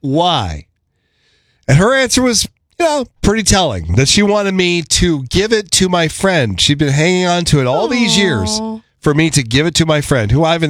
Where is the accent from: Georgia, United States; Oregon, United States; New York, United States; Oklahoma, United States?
Oregon, United States; Medford; moved away; I went back to my hometown of Medford, Oregon.